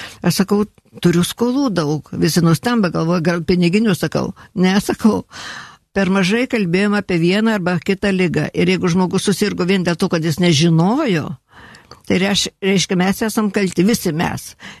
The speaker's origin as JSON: {"language": "Lithuanian", "town": "Telšiai", "region": "Telšiai County", "country": "Lithuania", "tie": "born or raised there", "said": "aš esu iš Telšių. Aš gimiau Telšiuose, mokiausi Telšiuose"}